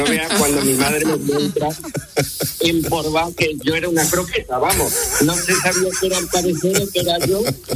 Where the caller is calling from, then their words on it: Seville, Andalusia, Spain; soy un cofrade sevillano